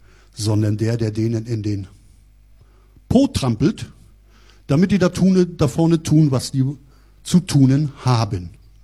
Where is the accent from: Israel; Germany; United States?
Germany; Rostock district, Mecklenburg-Vorpommern; accent: northern; Aufgewachsen und geboren bin ich ganz im Norden, hört man vielleicht an der Stimme. Also ich sage mal, das ist jetzt nicht direkt sächsisch. Ich bemühe mich, habe mich auch nie bemüht, meine Heimatsprache zu vergessen. Ich bin eher bemüht, sie nicht völlig durchklingen zu lassen.